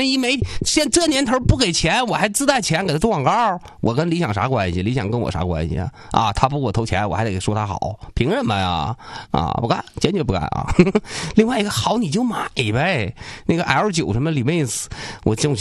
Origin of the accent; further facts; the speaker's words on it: China; 别管我们中国人享受是吧？